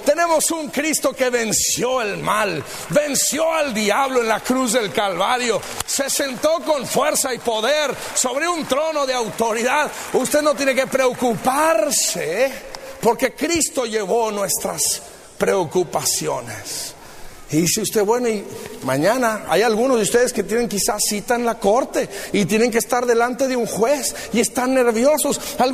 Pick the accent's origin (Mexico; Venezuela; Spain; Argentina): Mexico